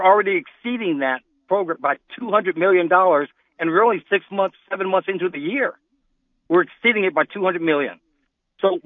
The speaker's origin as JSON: {"language": "English", "region": "New York", "country": "United States", "tie": "born or raised there", "said": "Second, look, I grew up in the projects of Harlem, New York."}